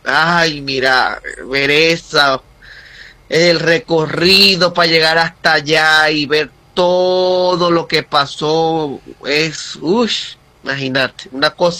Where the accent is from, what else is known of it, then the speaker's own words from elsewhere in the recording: Maracaibo, Zulia, Venezuela; que los niños decían, ¿de dónde eres? ¿De dónde eres? Y yo, de Maracaibo, ¿y dónde es eso?